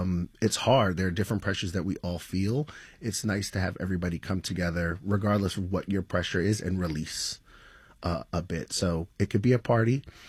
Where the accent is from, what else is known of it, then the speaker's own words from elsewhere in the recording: New York, United States; I'm from New York, but I studied Thomas Jefferson a bit